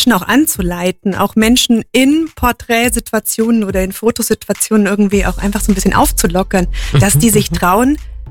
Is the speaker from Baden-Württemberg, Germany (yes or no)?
no; Memmingen, Bavaria, Germany; moved away; also born or lived in Munich; ich bin Memmingerin und war 20 Jahre in München, habe auch in München meine Fotografenlehre gemacht.